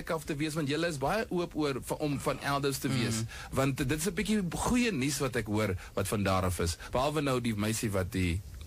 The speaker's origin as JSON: {"language": "Afrikaans", "town": "Bloemfontein", "region": "Free State", "country": "South Africa", "said": "ek kom ook van Bloemfontein af."}